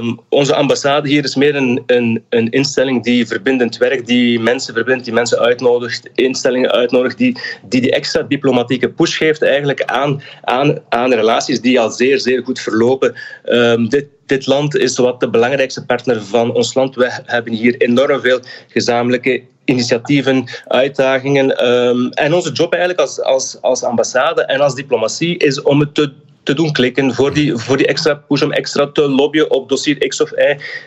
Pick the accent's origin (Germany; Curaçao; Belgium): Belgium; Flanders; first language Dutch; now in The Hague, Netherlands; om als Nederlandstalige Belg, om als Vlaming